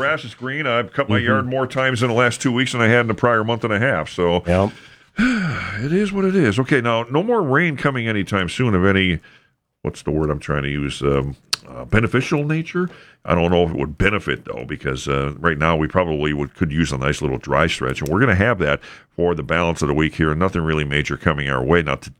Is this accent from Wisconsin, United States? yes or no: yes; Wisconsin, United States; I was born and raised in Wisconsin.